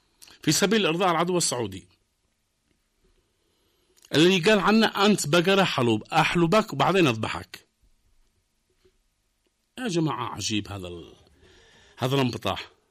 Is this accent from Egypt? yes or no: no; Yemen; اليوم الحاصل عندنا في اليمن